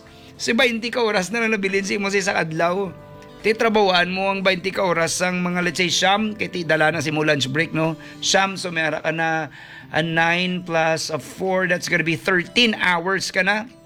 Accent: Pasay, Metro Manila, Philippines; moved away; also born or lived in Parañaque / Cebu; I was born in Parañaque, lumaki ako ng Pasay or Electrical Road. I'm a pure Tagalog.

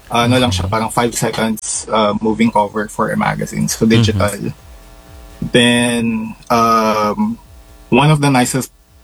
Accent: Bayombong, Cagayan Valley, Philippines; now in United States; Nueva Vizcaya kasi I'm very much proud of where I come from, and a lot of people don't know about it yet, pero it's a very promising province.

